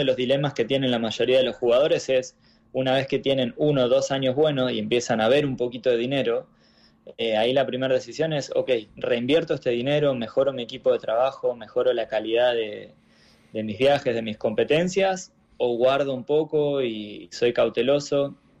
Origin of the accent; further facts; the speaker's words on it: Trelew, Chubut, Argentina; moved away; soy argentino y puntualmente de Trelew. Tengo un orgullo muy grande por eso.